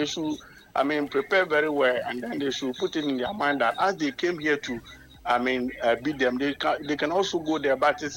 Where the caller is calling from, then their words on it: Apiadu, Ashanti, Ghana; I'm calling from Apiadu.